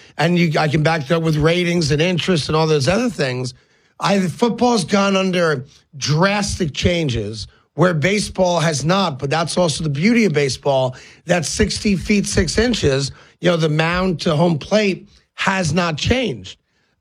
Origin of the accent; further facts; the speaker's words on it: East Coast, United States; And whatever the sport was, we played it as kids growing up in the 70s on the East Coast, right?